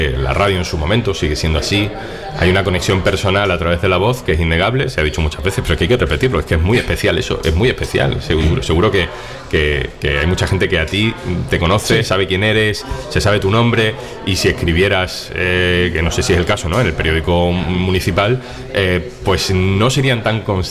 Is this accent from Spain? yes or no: yes; Valencina de la Concepción, Andalusia, Spain; yo empecé en la radio de mi pueblo, en Valencina, en Radio Cama también. Y desde entonces, con 14, 15, 16, 17 años